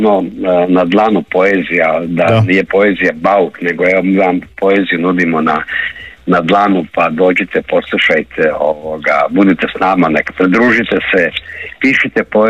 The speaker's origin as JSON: {"language": "Croatian", "country": "Croatia", "said": "Kod nas u Hrvatskoj"}